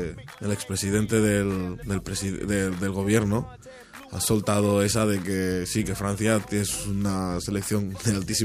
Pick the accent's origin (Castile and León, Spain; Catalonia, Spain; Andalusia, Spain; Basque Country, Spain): Catalonia, Spain; Olot; A mí, Sergi, cuando la gente me pregunta de dónde soy, les digo que soy de Olot, ¿sabes?